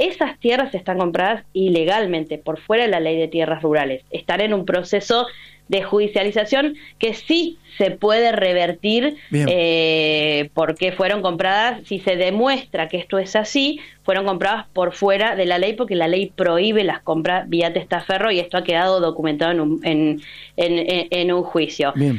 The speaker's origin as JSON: {"language": "Spanish", "region": "Río Negro", "country": "Argentina", "said": "yo soy del departamento de Bariloche."}